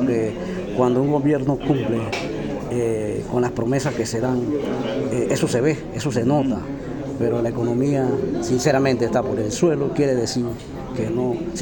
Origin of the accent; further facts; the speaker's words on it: Colón, Panama; Yo soy del corregimiento de La Encantada, provincia de Colón, donde es un corregimiento de difícil acceso